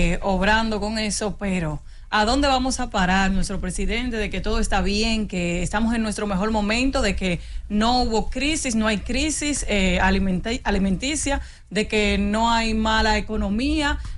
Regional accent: Dominican Republic; eso es lo que nosotros como dominicanos llamamos cerrando un hoyo

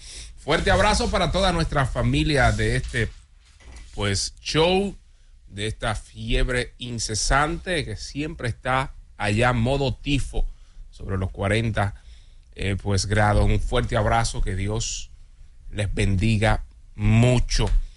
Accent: Dominican Republic; desdichosamente para nosotros como dominicanos, se nos fue removida la medalla de oro.

